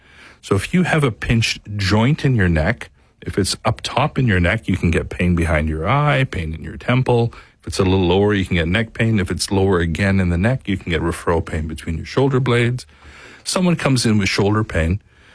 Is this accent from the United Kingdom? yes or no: no; Canada; also born or lived in Dallas; I went to school in Dallas. I am from Canada. I grew up north of here